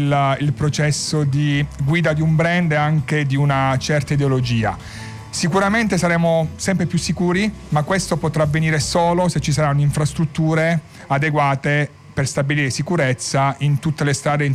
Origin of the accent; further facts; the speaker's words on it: Calabria, Italy; ritorno a casa nell'amata Calabria, sì, perché diciamolo, sono calabrese e sono fiero di essere